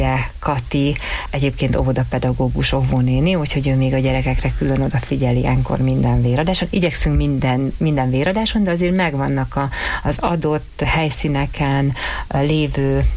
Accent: Miskolc, Borsod-Abaúj-Zemplén, Hungary; én is miskolciként Szeretném, ha ez éven a miskolci véradási helyszínen jelenne meg a legtöbb véradó.

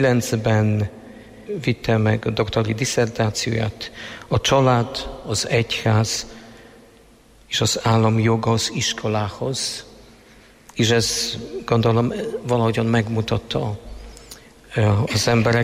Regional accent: Poland; now in Hungary; lengyel vagyok, bevallom, vagy már most félig magyar

